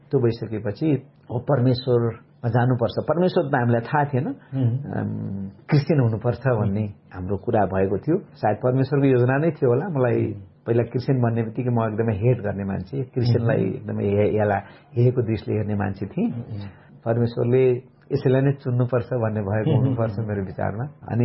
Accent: Birendranagar, Karnali Province, Nepal; now in Kathmandu, Nepal; मेरो खास मेरो ओरिजन सुर्खेत जिल्ला वीरेन्द्रनगर नगरपालिका वार्ड नम्बर 10 पर्छ। मेरो बाल्यकाल त्यहीँ सुर्खेतमै बित्यो र पढाइको सिलसिलामा अनि म काठमाडौँतिर आएँ।

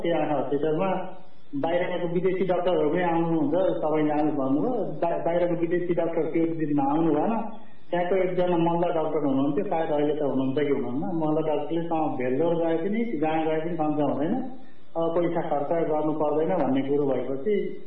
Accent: Lumbini Province, Nepal; born there; मेरो जन्म यही रूपन्देहीमा भएको हो, 2032 सालमा।

